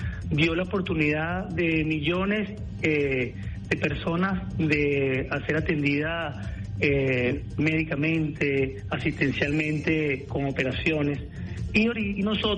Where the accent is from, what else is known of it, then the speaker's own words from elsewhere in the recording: Caracas, Capital District, Venezuela; Carlos, de verdad, como caraqueño te lo digo